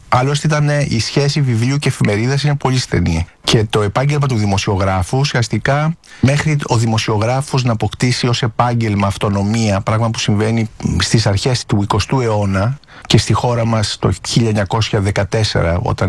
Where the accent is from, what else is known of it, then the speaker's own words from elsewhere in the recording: Patras, Western Greece, Greece; born there; Γεννήθηκα στην Πάτρα, 18 Απριλίου του 1956, δηλαδή ακριβώς είμαι 70 ετών.